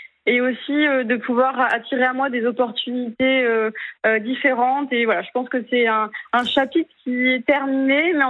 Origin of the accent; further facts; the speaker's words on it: Saint-Pierre, Réunion; moved away as an adult; also born or lived in Toulouse; now in Montpellier, France; moi je suis née à Toulouse, mais par contre j'ai grandi 20 ans à La Réunion.